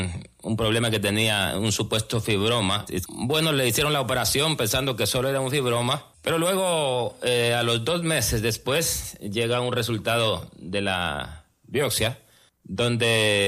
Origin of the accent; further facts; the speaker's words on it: Guatemala; Soy guatemalteco de origen.